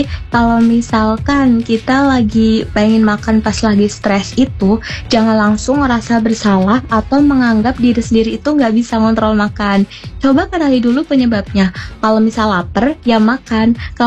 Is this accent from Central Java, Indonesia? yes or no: yes; Banjarnegara, Central Java, Indonesia; Enggak Kak, aku asli Banjarnegara.